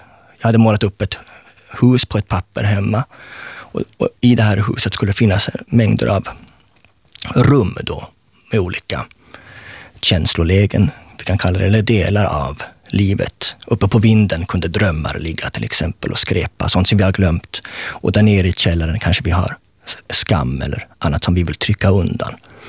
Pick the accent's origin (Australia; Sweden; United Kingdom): Sweden; accent: rikssvenska; now in Finland; när jag talar så finns det rikssvenska betoningarna kvar, som ibland också sipprar lite mot det finlandssvenska.